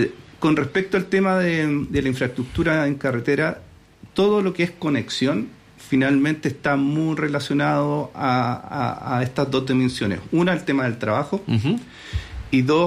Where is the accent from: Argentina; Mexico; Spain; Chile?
Chile; Santiago, Santiago Metropolitan Region; yo soy santiaguino